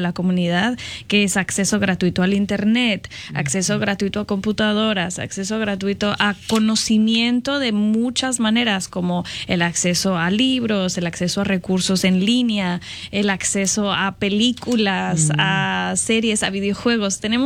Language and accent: Spanish; Mexico; moved away as an adult; now in Madison, United States; yo crecí toda mi vida en México